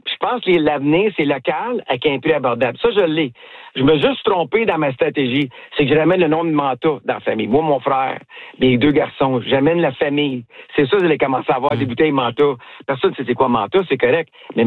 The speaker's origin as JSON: {"language": "French", "town": "Gatineau", "region": "Quebec", "country": "Canada", "said": "Moi, je suis un petit gars de Gatineau"}